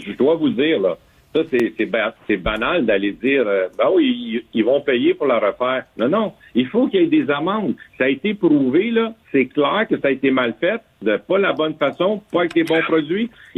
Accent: Montreal, Quebec, Canada; Je suis un Montréalais dans l'âme. Je connaissais Montréal.

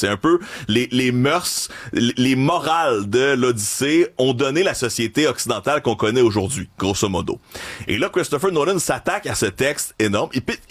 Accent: Montreal, Quebec, Canada; vous allez sentir tout mon jugement de Montréalais

